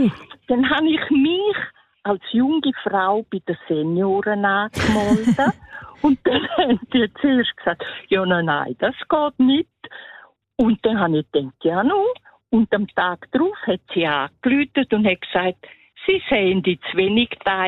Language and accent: German; Graubünden, Switzerland; Also ich bin in Engadin aufgewachsen und da hat man zuerst in der Schule nur Romanisch, aber mein Vater hat Deutsch geredet und meine Mutter Romanisch